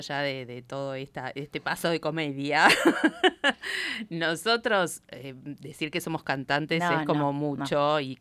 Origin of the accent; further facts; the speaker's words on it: Tres Arroyos, Buenos Aires Province, Argentina; born there; moved away; ponele 3 arroyos. Pero en realidad no. Nací en Buenos Aires. Hasta los 9 años viví en Buenos Aires.